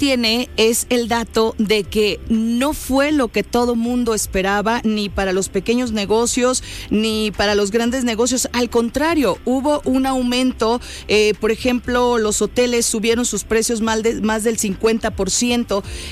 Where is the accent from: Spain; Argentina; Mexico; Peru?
Mexico; como buenos mexicanos soñamos demasiado